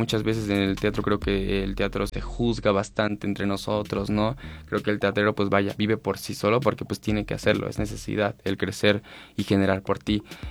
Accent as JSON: {"language": "Spanish", "town": "Cuautepec de Hinojosa", "region": "Hidalgo", "country": "Mexico"}